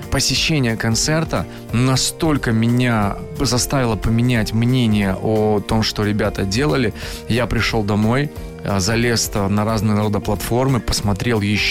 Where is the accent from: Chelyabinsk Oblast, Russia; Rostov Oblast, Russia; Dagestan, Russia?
Chelyabinsk Oblast, Russia; Chelyabinsk; я из Челябинска, они Екатеринбурга, да.